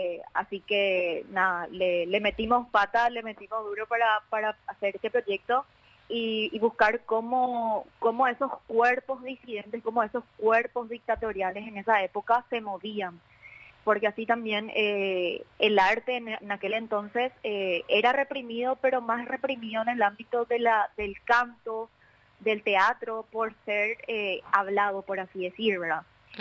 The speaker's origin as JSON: {"language": "Spanish", "country": "Paraguay", "said": "Camila y yo, somos paraguayas"}